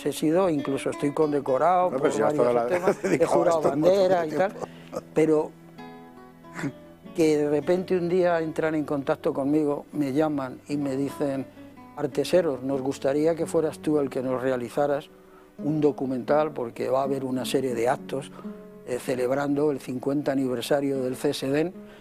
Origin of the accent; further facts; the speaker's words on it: Madrid, Community of Madrid, Spain; born there; Pero como yo soy español y nacido en Madrid, en piso con asistencia de comadrona, pues son mis Fuerzas Armadas.